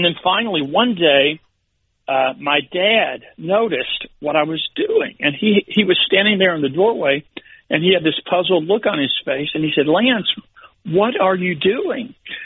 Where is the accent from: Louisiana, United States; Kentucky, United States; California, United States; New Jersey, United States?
Kentucky, United States; Louisville; I grew up in Louisville, Kentucky, which is the biggest city in Kentucky.